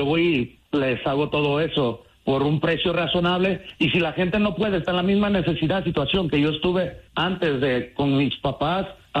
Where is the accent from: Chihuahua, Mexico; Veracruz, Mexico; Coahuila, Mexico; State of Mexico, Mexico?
Veracruz, Mexico; moved away; Yo me vine de Veracruz hace mucho tiempo, muchos años.